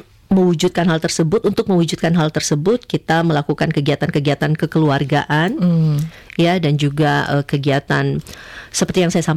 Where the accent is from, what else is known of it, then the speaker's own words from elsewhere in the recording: Minahasa, North Sulawesi, Indonesia; dari bahasa okay, di daerah saya ya.